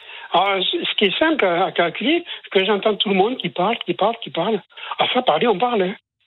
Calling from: Nouvelle-Aquitaine, France; Effectivement, je suis au Pays Basque

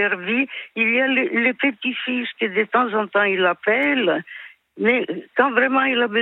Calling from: Paris, Île-de-France, France; j'habite à Paris.

